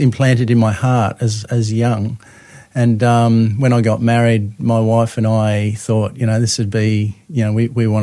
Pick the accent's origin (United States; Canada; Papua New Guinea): Papua New Guinea; also born or lived in Cairns, Australia; I guess the story begins, I was born in Cairns, and my mum and dad went to New Guinea as missionaries for 7 years. And so I grew up a missionary's kid